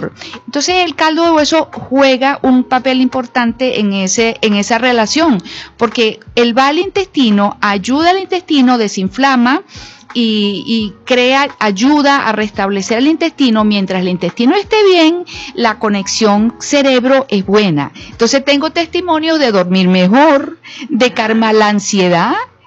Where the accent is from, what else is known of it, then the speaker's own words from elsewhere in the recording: Sanare, Lara, Venezuela; yo soy de Sanare, de un pueblo